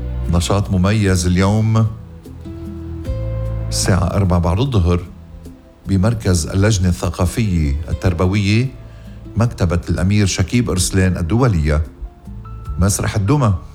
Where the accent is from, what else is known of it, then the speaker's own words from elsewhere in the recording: Lebanon; إن شاء الله تشتي خيرة السماء على وطننا لبنان يا رب